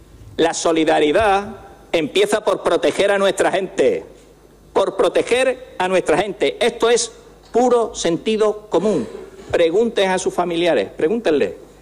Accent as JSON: {"language": "Spanish", "town": "Cádiz", "region": "Andalusia", "country": "Spain", "said": "¿Que soy andaluz y ceceo o ceseo? ¿Cuál es el problema, señor Jiménez? No sé, usted como un catedrático de... En fin, es que uno es de Cádiz. Perdone que me coma la zeta."}